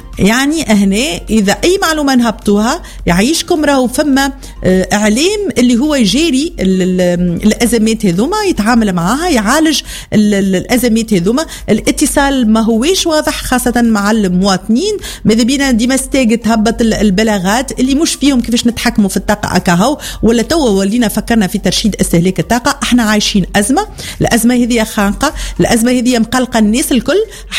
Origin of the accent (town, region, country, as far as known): Tunisia